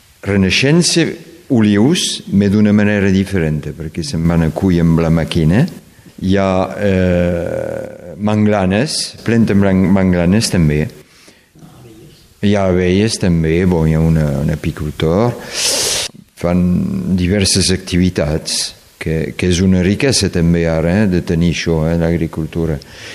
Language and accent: Catalan; Occitania, France; Bueno, aquí som país català, Som Conflent en país català i hem posat una bandera.